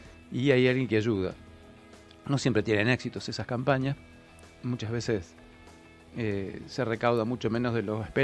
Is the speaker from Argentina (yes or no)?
yes; Argentina; esta nación que somos como argentinos